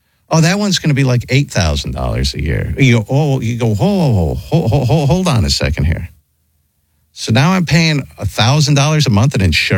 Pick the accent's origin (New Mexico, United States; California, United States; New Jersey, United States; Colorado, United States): New Mexico, United States; Santa Rosa; My hometown alone is the number one swimming town. The number one swimming town. How do you get to be the number one swimming town?